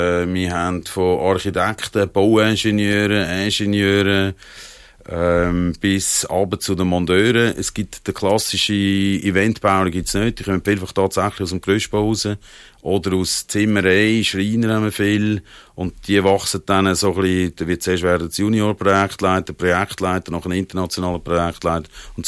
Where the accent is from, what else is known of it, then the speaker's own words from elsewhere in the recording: Central Switzerland, Switzerland; ich komme natürlich eigentlich aus der Innerschweiz